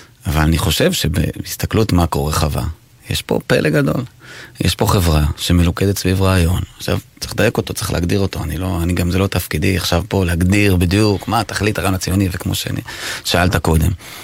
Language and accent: Hebrew; Tel Aviv, Tel Aviv District, Israel; born there; moved away; also born or lived in Samaria / Hebron Hills; אני גדלתי ברמת אביב. נולדתי ברמת אביב, אבא שלי היה איש צבא, אדם לא דתי דרך אגב. משם עברנו לשומרון, וזה הלך והידרדר, הגעתי להר חברון בסופו של דבר.